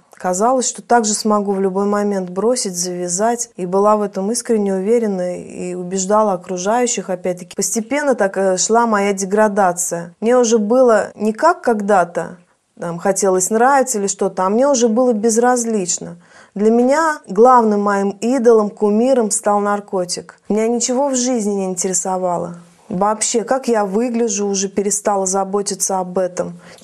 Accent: Southern Urals, Russia; Я сама издалека, с Южного Урала, это граница с Казахстаном.

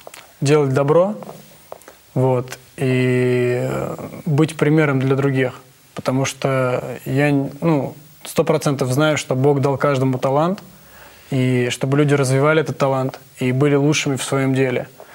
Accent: Armenia; и я им прямо говорил, я армянин. Я другой национальности

